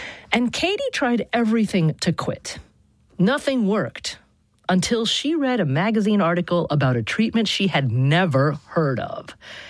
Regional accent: Oregon, United States; I did witness one or two cow tippings growing up in Oregon.

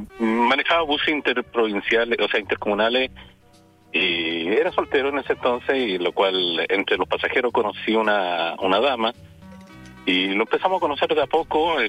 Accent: Santiago, Santiago Metropolitan Region, Chile; now in Southern Chile; Mi familia es toda de Santiago y yo emigré hacia el sur de Chile.

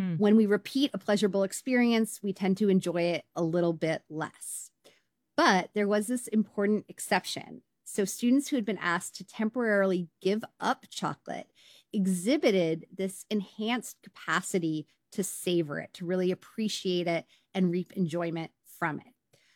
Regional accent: Canada; And, you know, as a Canadian, I am legally obligated to encourage people to seek out Quebec maple syrup

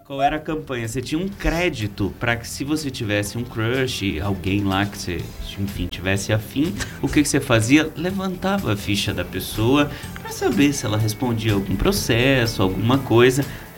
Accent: Joinville, Santa Catarina, Brazil; now in Federal District, Brazil; como sou natural de Santa Catarina, eu tenho uma lembrança bela das praias de Santa Catarina

